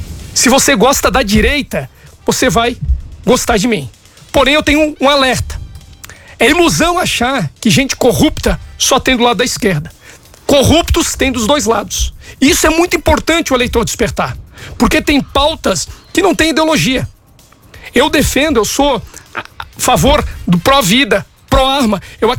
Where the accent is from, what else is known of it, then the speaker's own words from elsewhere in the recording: Rio do Oeste, Santa Catarina, Brazil; born there; moved away as an adult; E eu saí de Rio do Oeste com 18 anos